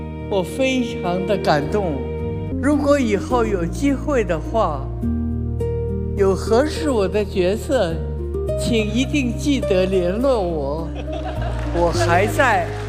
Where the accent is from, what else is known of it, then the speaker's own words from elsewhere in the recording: Shanghai, China; 上海是我的故乡，也是我的艺术开始的地方。